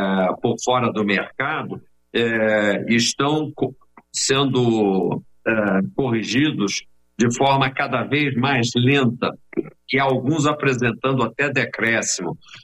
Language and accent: Portuguese; Brazil